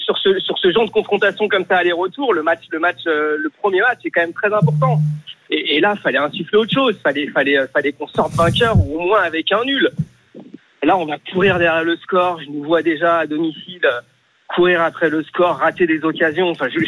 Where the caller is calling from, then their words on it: Paris, Île-de-France, France; moi je suis à Paris